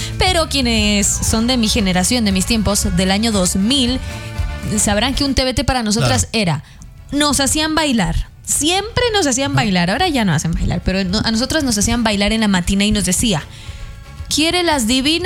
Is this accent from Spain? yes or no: no; Machala, El Oro, Ecuador; now in Cuenca, Ecuador; yo soy de Machala, no viví la tradición de la olla encantada.